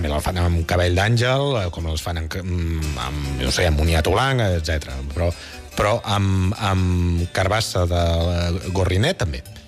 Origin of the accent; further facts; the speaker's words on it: Catalonia, Spain; Jo, d'on soc jo originari, al Vallès